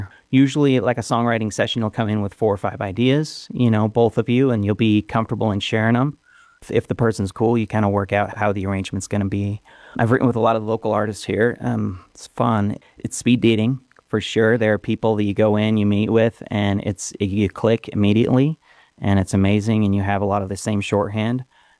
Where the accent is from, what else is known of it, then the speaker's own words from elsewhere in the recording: Kamas, Utah, United States; also born or lived in Kearns; Yeah, I grew up in Camas.